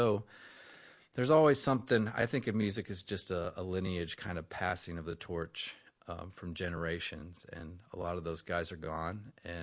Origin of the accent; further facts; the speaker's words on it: Franklin, Tennessee, United States; also born or lived in Nashville; For me, you know, I grew up I was in Franklin, Tennessee as a teenager and went to high school in Nashville.